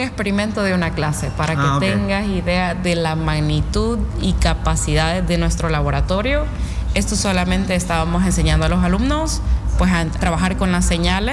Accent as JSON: {"language": "Spanish", "country": "Honduras", "also_born_or_lived": "Brazil / Spain", "moved": "as an adult", "lives_now": "Ostrava, Czechia", "said": "soy hondureña, pero soy científica de corazón, y a mí la razón que me tiene atrapada en Ostrava"}